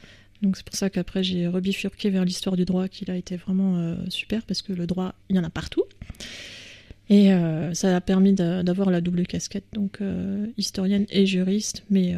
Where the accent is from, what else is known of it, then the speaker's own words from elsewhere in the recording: Metz, Grand Est, France; born there; Je suis née à Metz, effectivement.